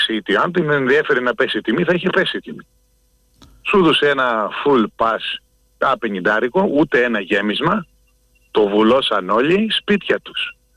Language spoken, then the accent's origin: Greek; Greece; Το ότι έτυχε και γεννήθηκα Έλληνας δεν με κάνει και ήρωα επειδή κάποιοι κάποτε πολέμησαν.